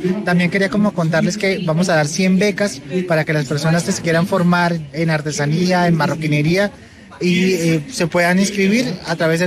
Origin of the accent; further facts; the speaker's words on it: Arauca, Colombia; moved away as an adult; now in Bogotá, Colombia; yo soy de Arauca, yo nací y crecí en Arauca, allá empecé a trabajar el cuero. Y pues tuve que salir debido a situaciones de conflicto. Yo llegué aquí a Bogotá